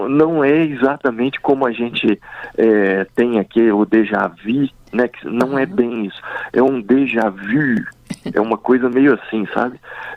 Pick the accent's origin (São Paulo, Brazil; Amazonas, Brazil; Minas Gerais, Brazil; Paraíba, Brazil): Minas Gerais, Brazil; Belo Horizonte; aqui nós somos de Belo Horizonte, né?